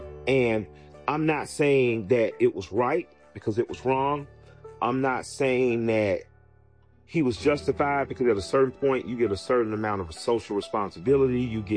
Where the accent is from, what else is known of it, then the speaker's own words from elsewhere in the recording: the South, United States; And I grew up in the South.